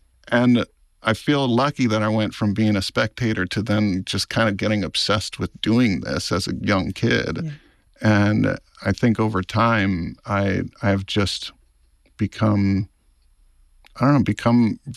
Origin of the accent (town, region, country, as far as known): Hawaii, United States; born or raised there